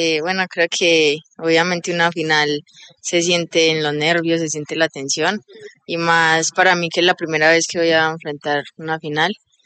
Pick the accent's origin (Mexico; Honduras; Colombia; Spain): Colombia; Bello, Antioquia; born there; moved away as an adult; now in Cali, Colombia; nací en Bello, pero vivo en un municipio de Medellín, se llama Girardota, Antioquia.